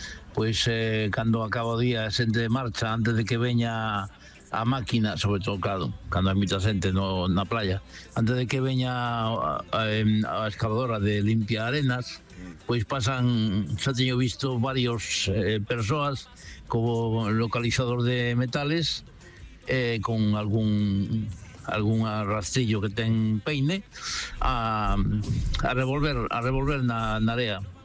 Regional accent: Vigo, Galicia, Spain; Son Olímpico de Vigo.

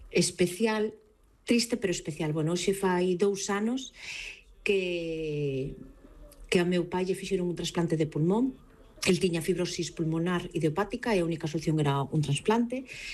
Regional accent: Ferrol, Galicia, Spain; Hola, boas tardes … de Ferrol.

